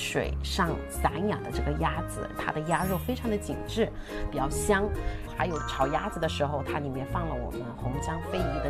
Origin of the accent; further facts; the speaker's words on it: Huaihua, Hunan, China; 这是我们的方言